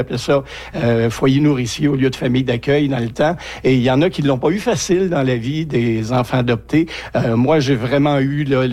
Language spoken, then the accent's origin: French; Quebec, Canada; also born or lived in Saint-Jérôme; now in Abitibi-Témiscamingue, Canada; J'ai été adopté dans la région à Saint-Jérôme. Je suis originaire des Laurentides. Alors, j'ai été adopté une deuxième fois quand je suis déménagé en Abitibi-Témiscamingue.